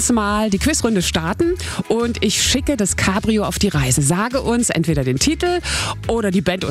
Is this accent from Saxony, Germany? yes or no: no; Brandenburg, Germany; Und das finde ich als Brandenburgerin richtig toll.